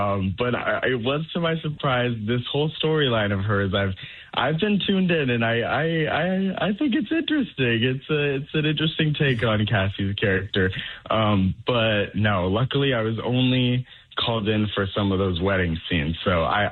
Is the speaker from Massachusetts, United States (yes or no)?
yes; Stoughton, Massachusetts, United States; I grew up in Stoughton. So like 40 minutes south of Boston.